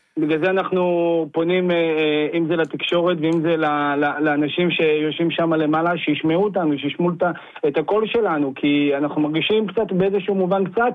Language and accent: Hebrew; Central Israel, Israel; now in Golan Heights; אני איבדתי את שתי רגליי ברמת הגולן, וגדלתי במרכז